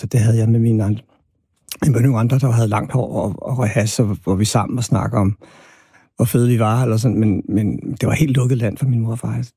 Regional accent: Albertslund, Capital Region of Denmark, Denmark; jeg er vokset op i Albertslund på Villavej, og det, der hedder Soveby.

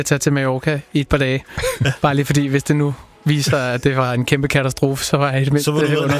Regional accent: Copenhagen, Capital Region of Denmark, Denmark; Opvokset på Amager.

